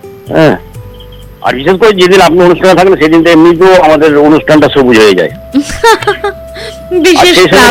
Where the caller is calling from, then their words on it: West Bengal, India; আমাদের এখানে ভালকি মাচান বলে একটা জায়গা আছে, বুঝলেন, অরণ্যরানী ভালকি মাচান